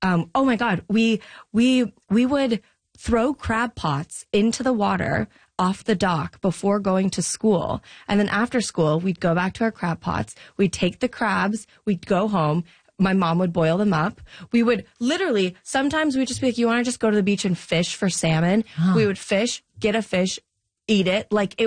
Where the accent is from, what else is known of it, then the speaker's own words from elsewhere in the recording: Vietnam; moved away; Especially from where I came from. Like, I'm from Vietnam. I'm adopted from Vietnam. And I was from a very rural, rural part of Vietnam, too.